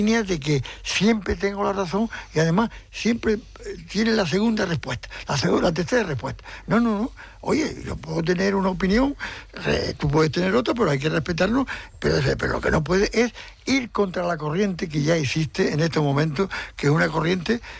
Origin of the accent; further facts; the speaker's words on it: Canary Islands, Spain; yo me siento primero canario, caldense primero, canario, sí, y español.